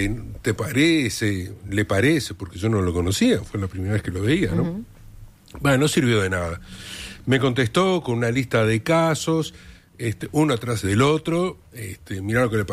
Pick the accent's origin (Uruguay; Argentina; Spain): Uruguay